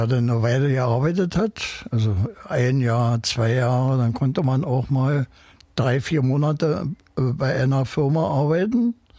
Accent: Berlin, Germany; born or raised there

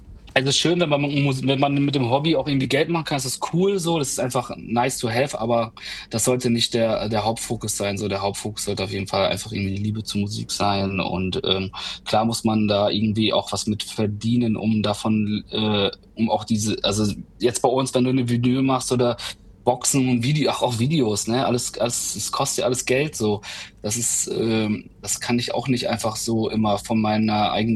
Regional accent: Hörste, Lower Saxony, Germany; die Stadt, also an sich von Hörste, wo ich herkomme, nach Osnabrück, das sind 25 Minuten mit Zug, also es ist direkt um die Ecke quasi

